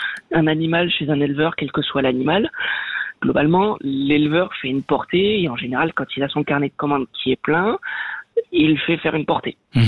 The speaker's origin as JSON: {"language": "French", "country": "France"}